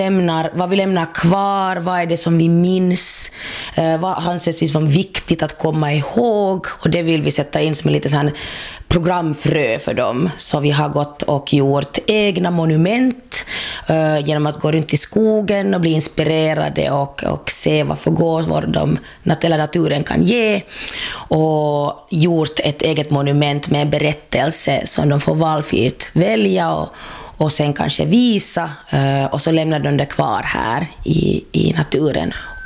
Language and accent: Swedish; Helsinki, Uusimaa, Finland; jag är från Helsingfors